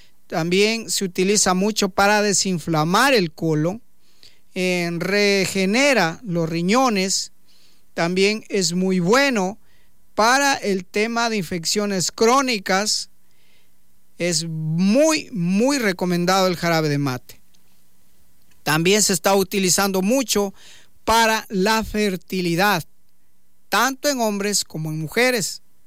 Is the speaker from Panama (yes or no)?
no; Shushufindi, Sucumbíos, Ecuador; Somos del cantón Chuchufindi, provincia de Sucumbíos.